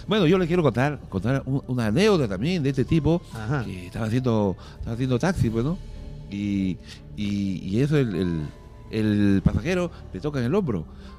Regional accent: Pucallpa, Ucayali, Peru; Y yo soy pues de Pucallpa y el Chuyachaqui es famoso, ya el que te roba.

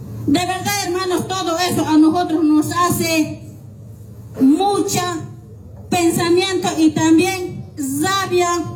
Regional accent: Bolivia; aquí somos muy mansitos como bolivianos

